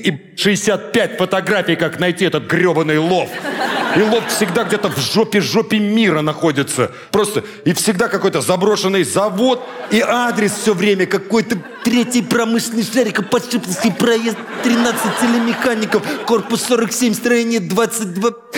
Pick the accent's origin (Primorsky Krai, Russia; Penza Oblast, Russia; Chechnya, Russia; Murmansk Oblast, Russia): Penza Oblast, Russia; Penza; У меня в детстве в Пензе в парке имени Белинского был один батут на весь город.